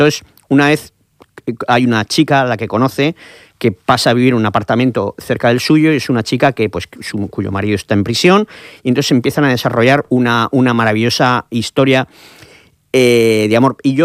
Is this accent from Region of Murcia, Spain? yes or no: yes; Region of Murcia, Spain; donde yo creo que como murcianos y sobre todo los de Cartagena, si alguno me ve por aquí, pues deberían estar muy, muy orgullosos.